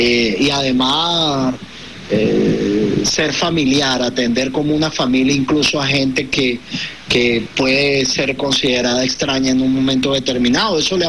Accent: Venezuela; los venezolanos y venezolanas

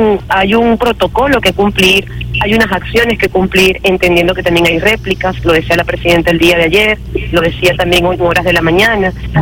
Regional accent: Venezuela; en estos momentos nosotros como venezolanos estaremos más unidos que nunca.

